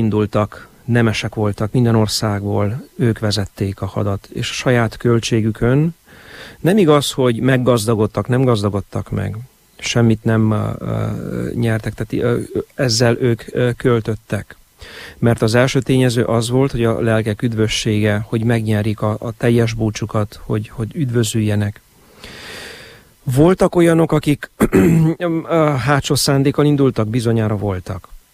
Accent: Oradea, Bihor, Romania; Hát én, mint nagyváradi

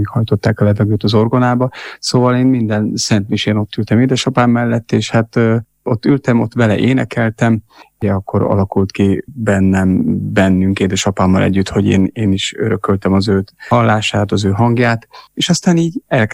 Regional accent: Nagyszarva, Trnava Region, Slovakia; Nagyszarván születtem, ott éltem a gyerekkoromat egészen 20 éves, 21 éves koromig, és ott éltem, és ugye ott a római katolikus templomba voltam megkeresztelve

